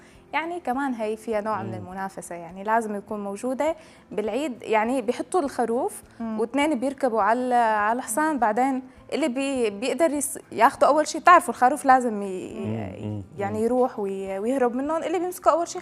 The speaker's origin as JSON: {"language": "Arabic", "country": "Syria", "said": "عندنا بسوريا."}